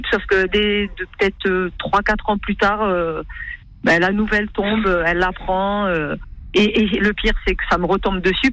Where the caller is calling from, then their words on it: Carcassonne, Occitanie, France; Oui, je suis de Carcassonne.